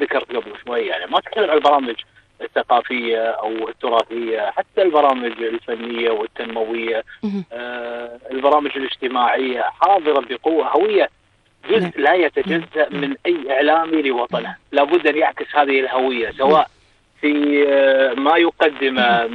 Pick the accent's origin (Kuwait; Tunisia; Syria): Kuwait; كلامي أنا كمواطن كويتي وكإعلامي في إذاعة دولة الكويت ووزارة الإعلام